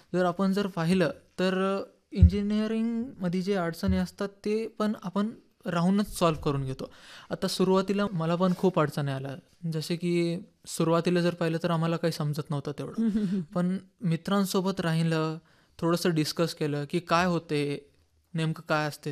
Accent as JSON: {"language": "Marathi", "town": "Nanded", "region": "Maharashtra", "country": "India", "said": "मी नांदेडचाच आहे."}